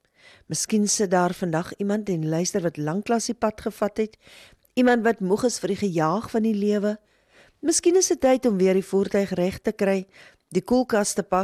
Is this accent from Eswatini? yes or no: no; Namibia; En vir ons as Namibiërs is dit 'n herinnering aan hoe ongelooflik bevoorreg ons is om in so 'n mooi land te leef.